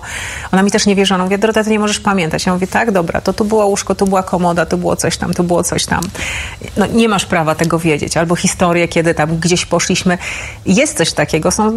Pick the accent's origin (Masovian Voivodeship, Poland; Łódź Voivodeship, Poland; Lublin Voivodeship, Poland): Masovian Voivodeship, Poland; Milanówek; byłam tą z Milanówka. I przez długi czas, jak ktoś mi pytał, skąd jesteś, to ja tak trochę... Ja nie wiedziałam, skąd jestem